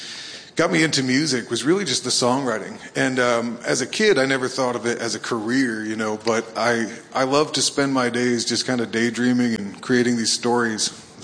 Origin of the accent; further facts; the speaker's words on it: West Saugerties, New York, United States; Man, growing up, so I'm from West Saugerties, right outside of Woodstock, New York. And, you know, I'm an only child. So we lived out behind this cornfield out there.